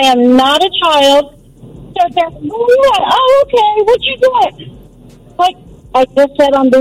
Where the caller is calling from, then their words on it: Lakewood, New Jersey, United States; I'm calling from Lakewood, New Jersey.